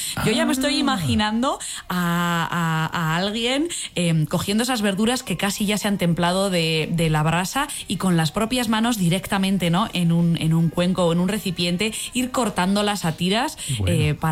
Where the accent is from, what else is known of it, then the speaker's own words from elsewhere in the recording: Aragon, Spain; Sí, es verdad que no me escondo, como buena aragonesa, yo en mi casa lo que hago es fritada